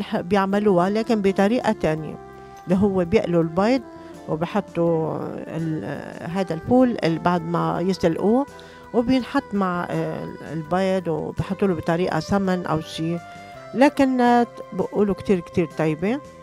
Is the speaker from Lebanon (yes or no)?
yes; Lebanon; moved away; عنا بضيعتنا لما كنا بلبنان